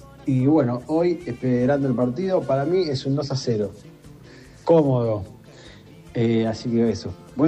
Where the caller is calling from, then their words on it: Buenos Aires, Argentina; de Caballito.